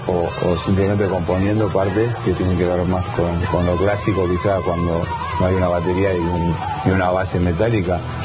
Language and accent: Spanish; Buenos Aires, Argentina; Bajo Flores. Yo empecé como un chico que aprendió a tocar folclore en la guitarra, como tantos chicos de la Argentina